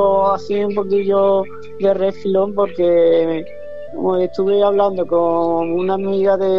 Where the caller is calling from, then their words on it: Córdoba, Andalusia, Spain; Sí, de Córdoba.